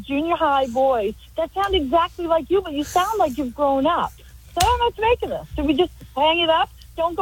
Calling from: Vermont, United States; And we're from Vermont, and we have to come to New York. We got kids who live here.

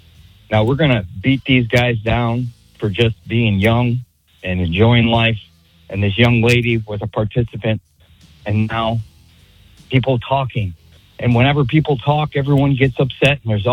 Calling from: New York, United States; I'm from New York.

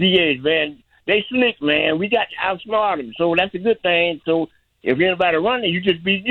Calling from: Georgia, United States; So that's what they passed down here in Redneck, Georgia, man.

